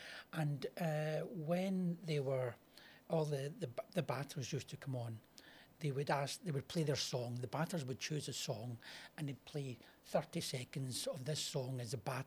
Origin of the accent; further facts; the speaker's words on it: Glasgow, Scotland, United Kingdom; also born or lived in Edinburgh; I'm from Glasgow. I'm a Glasgow Celtic fan, and then my second team in Scotland would probably be, I would support Hibs. I like Hibs, and living in Edinburgh.